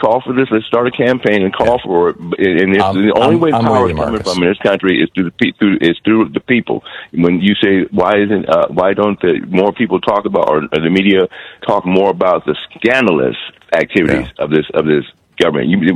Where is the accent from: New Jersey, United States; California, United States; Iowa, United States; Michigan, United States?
California, United States; And I'm from the Bay Area, right, San Francisco Bay Area